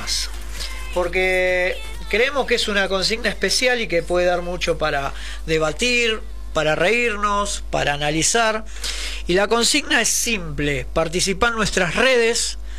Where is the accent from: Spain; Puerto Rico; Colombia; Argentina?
Argentina